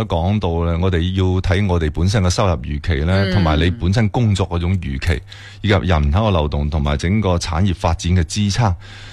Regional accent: Foshan, Guangdong, China; 我系禅城嘅，或者系我系佛山人咧，讲出呢个咁嘅说话

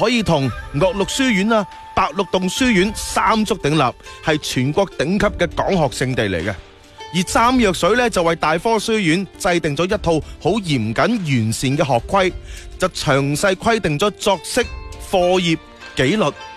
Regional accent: Foshan, Guangdong, China

